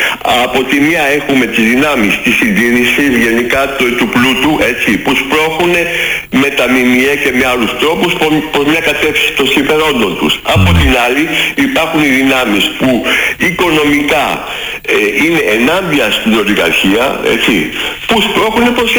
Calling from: Greece

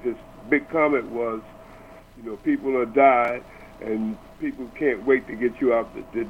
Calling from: New York City, New York, United States; I'm calling from Harlem.

